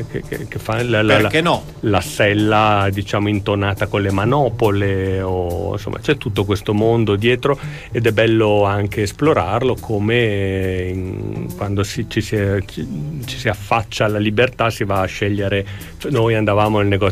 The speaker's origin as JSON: {"language": "Italian", "town": "Milan", "region": "Lombardy", "country": "Italy", "also_born_or_lived": "Bologna", "moved": "yes", "said": "io sono milanese, poi ho abitato a Bologna in centro"}